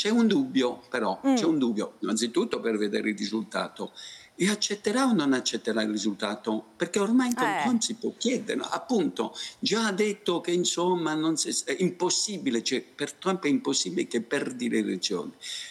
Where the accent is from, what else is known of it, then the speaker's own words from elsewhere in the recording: France; Italian is a second language; nel mio paese, in Francia